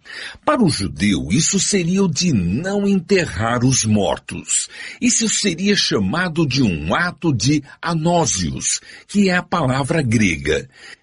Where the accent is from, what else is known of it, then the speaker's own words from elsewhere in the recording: São Caetano do Sul, São Paulo, Brazil; Eu teria que voltar para a minha cidade onde cresci, São Caetano do Sul.